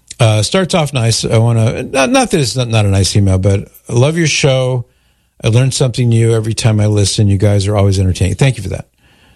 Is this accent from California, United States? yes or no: yes; Mission Viejo, California, United States; And that's just down the street from where I grew up in Mission Viejo, which is right, you know, it's actually part of Mission Viejo, Cota de Casa.